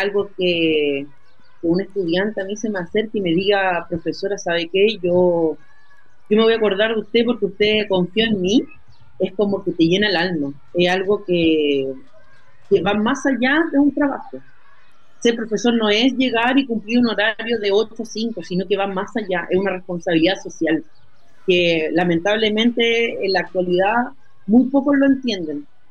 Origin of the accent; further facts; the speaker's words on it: Viña del Mar, Valparaíso, Chile; moved away as an adult; now in Chañaral, Chile; yo soy de Viña del Mar.